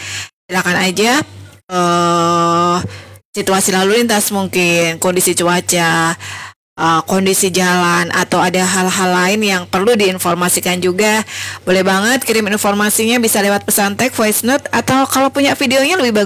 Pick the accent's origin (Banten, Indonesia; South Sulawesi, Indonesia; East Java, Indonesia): East Java, Indonesia; Ngawi; kita bangga sebagai warga lokal ya, sebagai warga Ngawi gitu